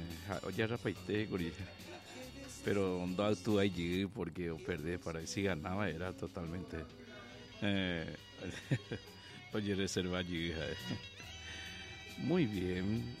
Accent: Paraguay; Somos un paraguayo sangre pura.

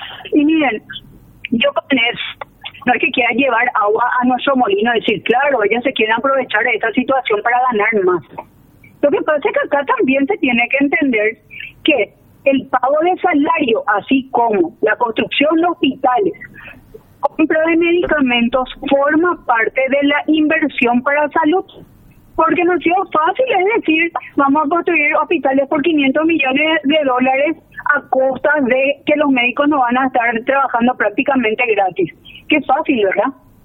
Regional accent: Paraguay; todos nosotros como paraguayos

